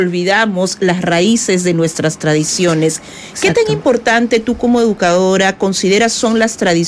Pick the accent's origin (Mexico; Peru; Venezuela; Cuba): Peru